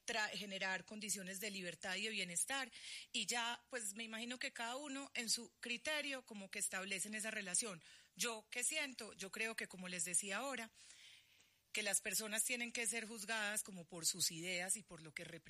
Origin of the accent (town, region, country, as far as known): Antioquia, Colombia